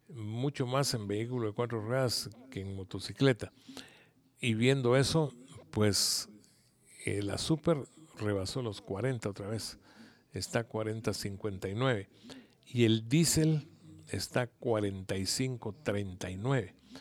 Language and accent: Spanish; Guatemala City, Guatemala Department, Guatemala; somos capitalinos